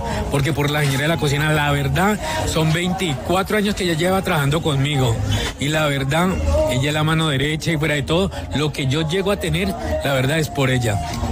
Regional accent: Medellín, Antioquia, Colombia; now in Cali, Colombia; Yo soy de Medellín.

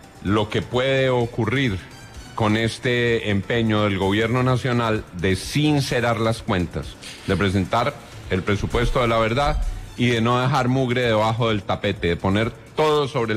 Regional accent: Colombia; pero uno dice como colombiano, pues qué bien que se pongan las cuentas sobre la mesa

